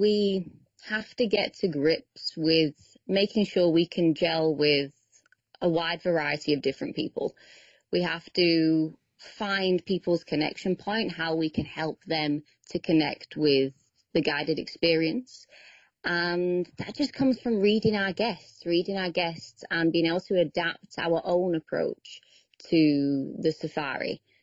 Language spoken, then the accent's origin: English; England, United Kingdom; moved away as an adult; now in South Africa; But growing up in England, I didn't realize this was a career path I could follow. And after finishing my studies in the UK, I came out to South Africa for a little bit of conservation volunteer work